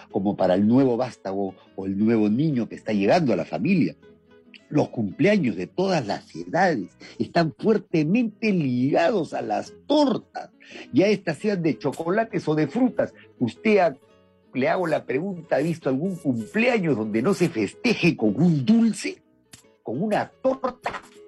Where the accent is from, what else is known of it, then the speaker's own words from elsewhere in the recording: Lima, Peru; A los limeños nos dicen mazamorreros